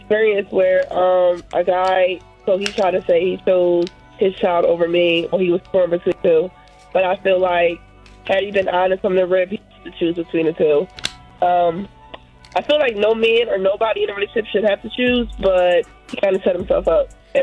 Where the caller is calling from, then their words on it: New Jersey, United States; I'm calling from Jersey.